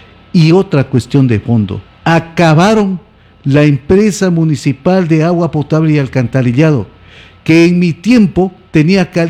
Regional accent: Loja, Ecuador; born there; Yo también nací aquí en Loja, vivo aquí en Loja

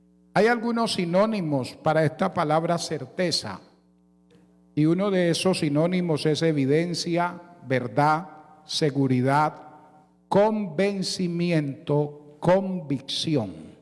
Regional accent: Colombia

